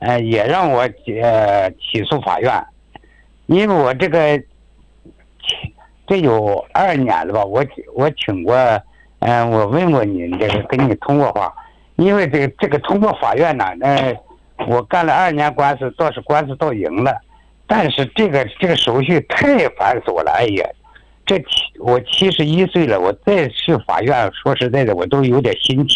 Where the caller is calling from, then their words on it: Chifeng, Inner Mongolia, China; 我是 赤峰市奥汉旗新会镇，新地村小横道的组。